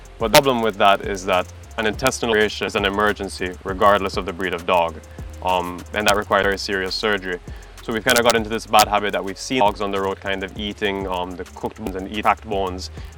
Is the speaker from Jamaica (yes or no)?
yes; Jamaica; As Jamaican pet owners, we kind of have fallen into some bad habits that are kind of culture accepted.